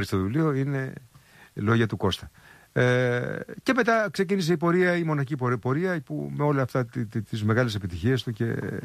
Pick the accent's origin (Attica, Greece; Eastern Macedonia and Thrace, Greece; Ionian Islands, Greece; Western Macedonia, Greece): Western Macedonia, Greece; Kozani; Στην πατρίδα μου την Κοζάνη υπηρέτησε